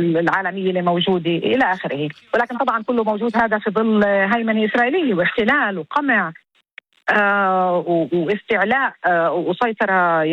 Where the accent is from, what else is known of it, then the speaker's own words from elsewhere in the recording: Palestine; احنا وصلنا لوضع كمان كفلسطينيين، يعني انا موجود كثير اغلب الوقت برام الله ايضا في الضفة، كمان كفلسطينيين